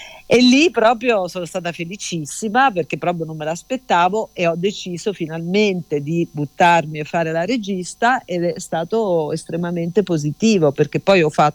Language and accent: Italian; Marche, Italy; io sono marchigiana